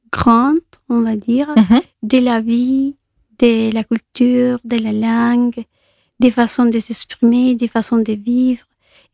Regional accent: Colombia; French is a second language; now in France; Et aussi, je trouve, en fait, et les Colombiens, si je, comme je suis de la Colombie, on prend l'humour, ici, on l'appelle le premier degré, un peu littéral.

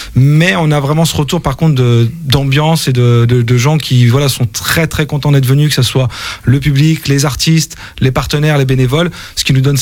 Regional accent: Auvergne-Rhône-Alpes, France; also born or lived in Lyon / Saint-Étienne; now in Vendée, France; Moi, j'ai grandi dans la région Rhône-Alpes. Je suis né à Lyon, mais je suis un Stéphanois de cœur parce que j'ai grandi à Saint-Etienne, tu vois, un peu entre les deux.

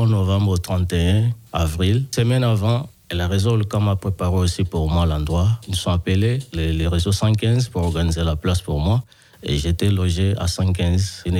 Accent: DR Congo; now in France; je parle pour précisément de chez nous au Congo, au RDC.

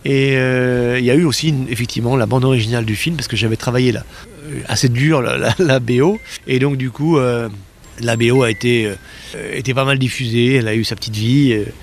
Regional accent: Nantes, Pays de la Loire, France; Je suis nantais, ouais, donc je suis pleinement concerné.

